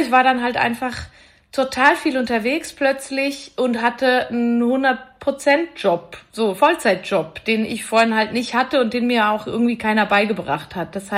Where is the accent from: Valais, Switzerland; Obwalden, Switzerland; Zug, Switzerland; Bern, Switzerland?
Valais, Switzerland; ich komme ja aus dem Wallis ursprünglich